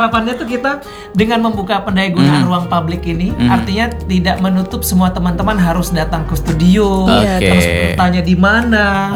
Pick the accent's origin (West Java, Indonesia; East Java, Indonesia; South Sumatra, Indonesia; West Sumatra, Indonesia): South Sumatra, Indonesia; Mariana; born there; now in Palembang, Indonesia; Di Banyuasin di Mariana, itu tempat kelahiran saya sebetulnya.